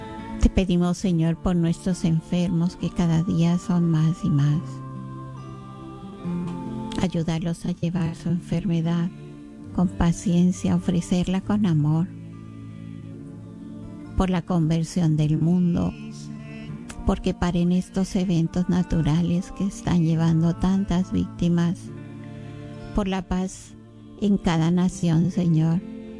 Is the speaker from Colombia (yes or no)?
yes; Colombia; como sucede por estos tiempos en mi país, Colombia, en mis hermanos venezolanos.